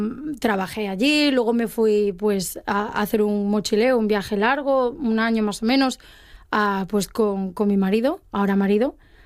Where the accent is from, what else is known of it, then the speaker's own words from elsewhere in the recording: Asturias, Spain; now in Edinburgh, United Kingdom; yo soy asturiana